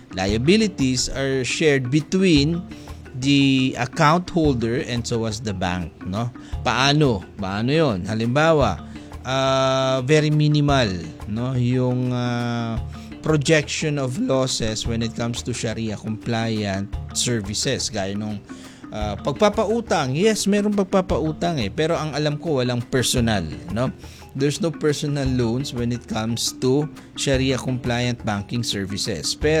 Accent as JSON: {"language": "Tagalog", "town": "Marawi", "region": "Bangsamoro Autonomous Region in Muslim Mindanao", "country": "Philippines", "said": "sa amin sa Marawi, isa talaga yan sa talagang damang-dama namin because we are the one who generates, or yung lake namin generates electricity that powers 75% of Mindanao"}